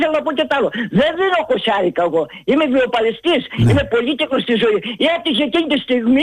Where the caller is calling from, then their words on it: Athens, Attica, Greece; από Παγκράτη.